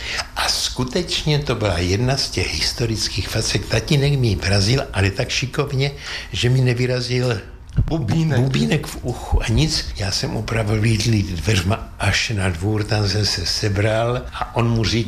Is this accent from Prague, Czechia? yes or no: yes; Prague, Czechia; My jsme ti Pražáci, vltavská krev.